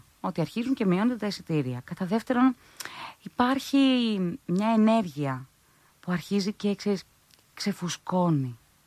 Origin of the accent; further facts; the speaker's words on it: Agrinio, Western Greece, Greece; Η καταγωγή μου είναι από το Αγρίνιο.